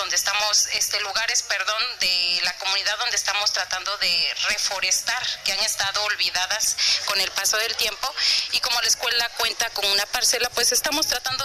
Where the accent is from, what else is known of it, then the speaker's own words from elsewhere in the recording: San Luis Atolotitlán, Puebla, Mexico; Pues venimos de la comunidad de San Luis Atolotitlán, municipio de Caltepec, Puebla.